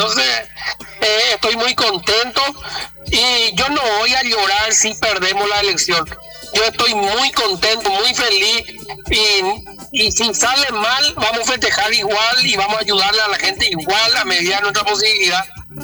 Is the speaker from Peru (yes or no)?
no; Ciudad del Este, Alto Paraná, Paraguay; born there; Yo vine en Ciudad del Este bajo un árbol